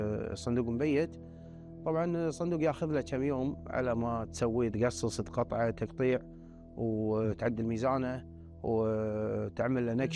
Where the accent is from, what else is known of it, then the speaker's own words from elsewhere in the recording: Kuwait; هنا عندنا بالكويت